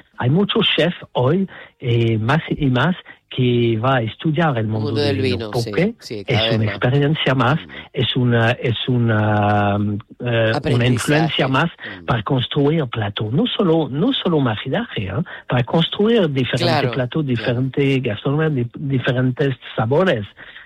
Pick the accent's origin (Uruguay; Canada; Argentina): Canada; Spanish is a second language; moved away as an adult; now in Barcelona, Spain; No soy de Tenerife, de Canadá. Vivo en Barcelona después de 10 años